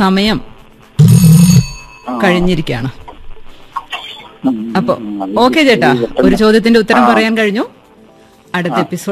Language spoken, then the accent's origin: Malayalam; Kannur, Kerala, India; നമ്മൾ കണ്ണൂർക്കാരുടെ ഭാഷയിൽ പറഞ്ഞാൽ.